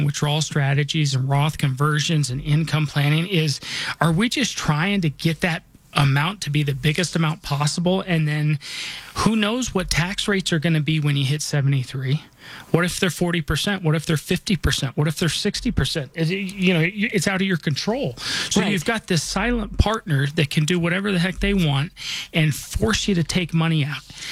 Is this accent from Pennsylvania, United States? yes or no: no; Denver, Colorado, United States; I was born and raised here in Denver. This is where I call home. This is where I'm raising my family.